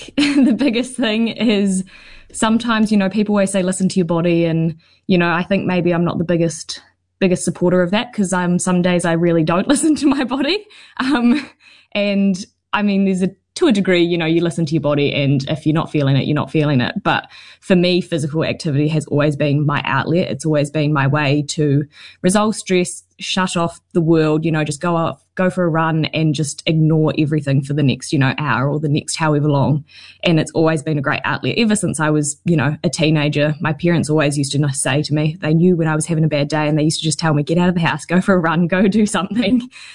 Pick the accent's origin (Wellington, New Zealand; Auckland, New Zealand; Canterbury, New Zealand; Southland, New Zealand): Canterbury, New Zealand; born or raised there